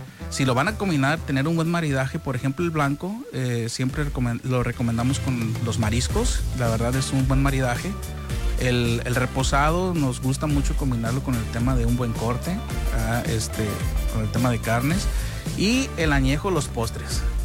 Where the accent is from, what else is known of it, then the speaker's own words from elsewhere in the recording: Puerto Vallarta, Jalisco, Mexico; Nosotros somos locales de aquí de Puerto Vallarta